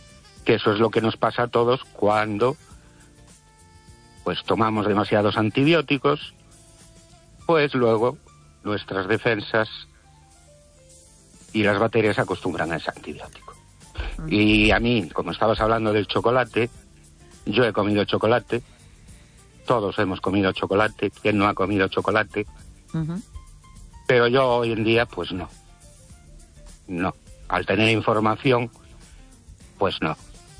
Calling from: Ourense, Galicia, Spain; de Orense.

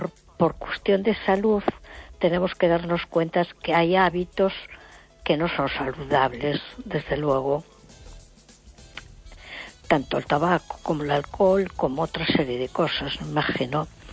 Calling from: A Coruña, Galicia, Spain; de Coruña.

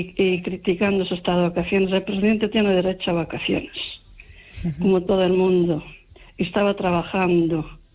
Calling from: Lugo, Galicia, Spain

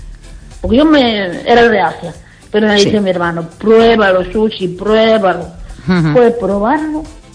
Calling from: Riancho, Spain; porque yo vivo en Riancho

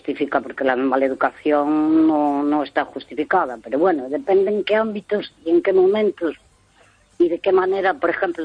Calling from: Santiago de Compostela, Galicia, Spain; de Santiago.

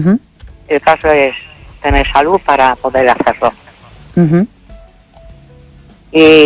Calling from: Vigo, Galicia, Spain

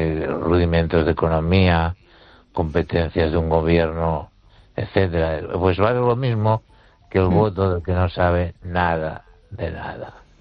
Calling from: Ourense, Galicia, Spain; de Orense.

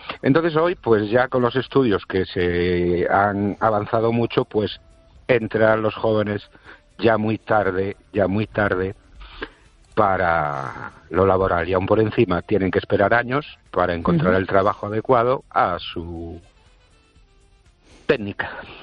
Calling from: Ourense, Galicia, Spain; Buenas noches, Esther y oyentes. … de Orense.

